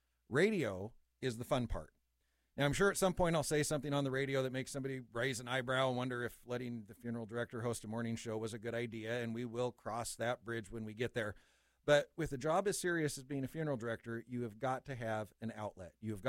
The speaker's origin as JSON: {"language": "English", "town": "St. Maries", "region": "Idaho", "country": "United States", "tie": "born or raised there", "moved": "yes", "said": "my hometown radio station in St. Mary's, Idaho."}